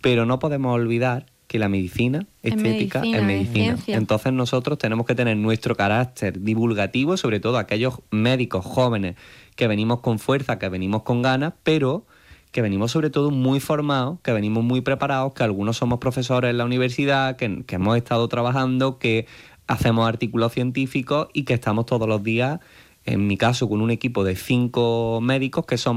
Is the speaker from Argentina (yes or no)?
no; Córdoba, Andalusia, Spain; en mi tierra, en Córdoba.